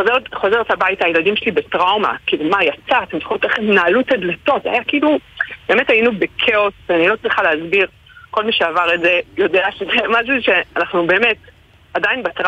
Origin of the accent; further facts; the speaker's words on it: Jerusalem, Jerusalem District, Israel; moved away as an adult; now in Beit Shemesh, Israel; הגיע לשכונת רחביה, לא מאוד דתית באותם ימים, אפילו חילונית, גדלנו כחרדים במיעוט ברחביה.